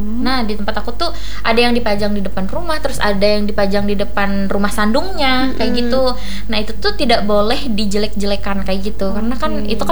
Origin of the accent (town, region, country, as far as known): Central Kalimantan, Indonesia